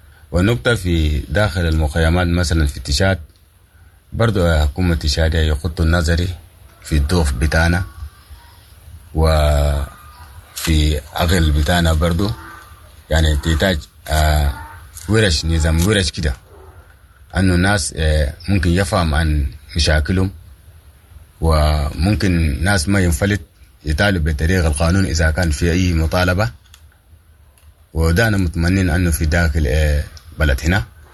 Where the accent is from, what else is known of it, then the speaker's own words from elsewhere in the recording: Sudan; moved away; نحن قاعدين نتعب كسودانيين وفقدنا الوطن